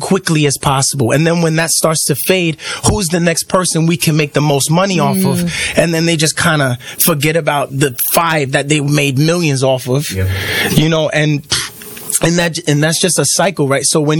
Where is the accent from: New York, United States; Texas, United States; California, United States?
New York, United States; born there; I'm from New York, so like, I grew up listening to all of these artists